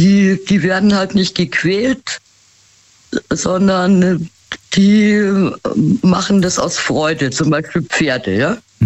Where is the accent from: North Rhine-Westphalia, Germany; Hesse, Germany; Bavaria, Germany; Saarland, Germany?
Bavaria, Germany; Munich; Weil den kenne ich, da war ich nämlich x-mal, weil ich komme aus München, ja.